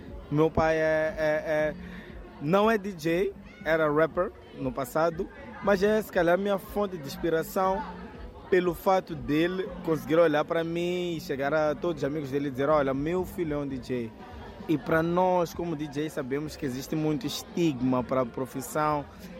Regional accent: Maputo, Mozambique; sendo que sou de Maputo.

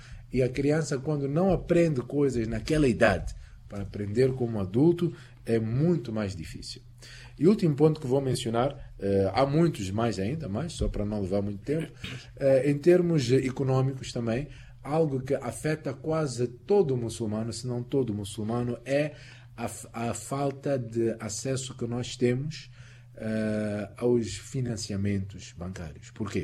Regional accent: Mozambique

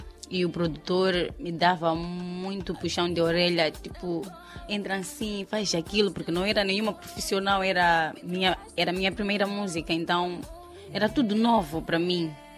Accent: Tete, Mozambique; Pois bem, eu sou da cidade de Tete. Nasci cá em Tete, no bairro Mateus Sanz Almutemba.

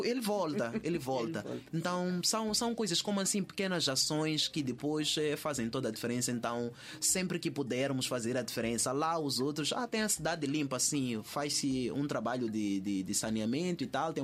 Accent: Maputo, Maputo City, Mozambique; now in Portugal; Eu nasci em Maputo, cresci entre os bairros da Vela, Zona Verde, T3. Ali é a minha malta, é o meu chão. É o meu chão.

